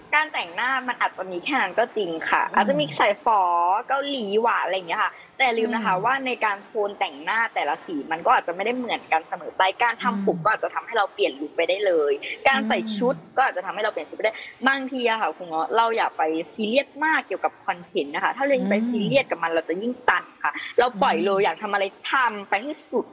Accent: Phang Nga, Thailand

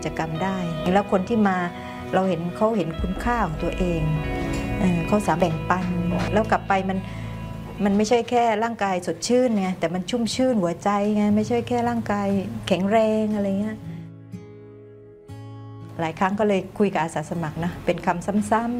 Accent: Thailand; เป็นคนต่างจังหวัดเนาะโตในบ้านนอกค่ะ

